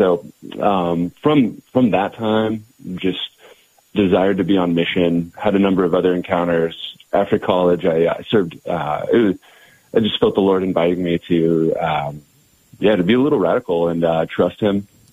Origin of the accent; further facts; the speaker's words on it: Kansas, United States; born or raised there